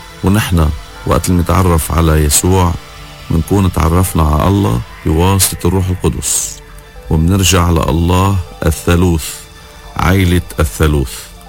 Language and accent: Arabic; Lebanon; نحن منشكر الله كلبنانية على قديسينا.